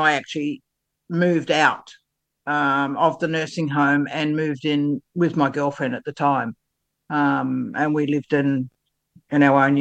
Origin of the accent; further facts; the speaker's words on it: New Zealand; moved away as an adult; I came over from New Zealand, and I was working in a nursing in a hospital